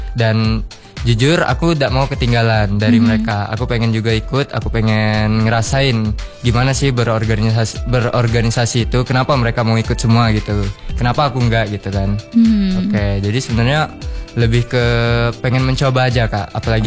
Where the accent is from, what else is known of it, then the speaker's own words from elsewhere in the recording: Palembang, South Sumatra, Indonesia; Aku juga dari Palembang.